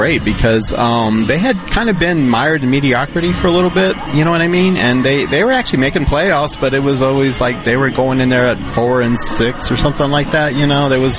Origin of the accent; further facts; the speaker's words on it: Texas, United States; I'm from the Rio Grande Valley. It reminds me a lot of home